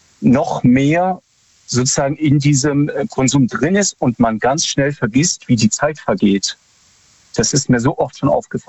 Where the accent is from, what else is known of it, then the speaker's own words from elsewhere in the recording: Freiburg, Baden-Württemberg, Germany; hallo, ich bin aus Freiburg.